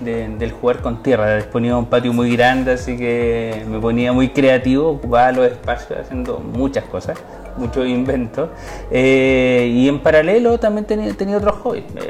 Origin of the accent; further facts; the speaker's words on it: Tomé, Biobío, Chile; Yo soy originario de Frutillares, pero mi crianza fue prácticamente en el sector centro de aquí de Tomé.